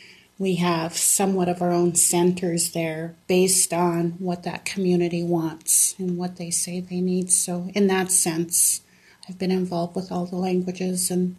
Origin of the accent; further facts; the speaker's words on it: Teslin, Yukon, Canada; now in Tagish, Canada; I exist as a clinket woman. I'm from the Eagle Clan and from Teslin. I live in Tagish right now.